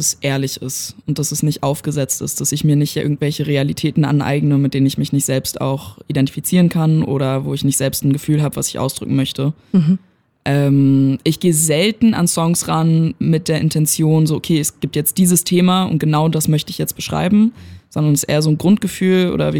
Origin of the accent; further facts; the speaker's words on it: Berlin, Germany; Also ich meine, wir kommen halt aus Berlin und haben hier unsere Wurzeln geschlagen.